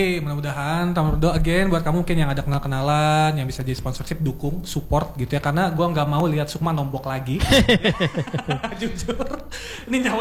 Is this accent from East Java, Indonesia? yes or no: no; Serang, Banten, Indonesia; born there; sekolah-sekolah di Serang yang kebetulan ini juga tanah kelahiran gua ya